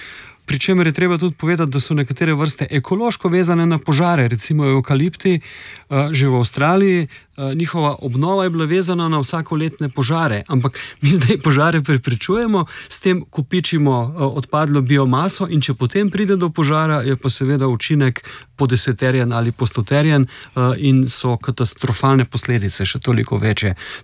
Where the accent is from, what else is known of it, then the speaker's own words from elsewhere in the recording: Inner Carniola, Slovenia; Povem konkretno, sam sem doma z Notranjske, tam prevladujejo bukovi gozdovi